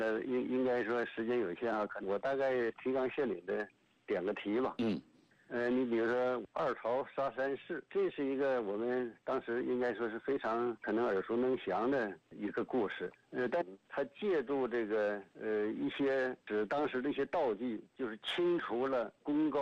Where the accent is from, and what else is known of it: China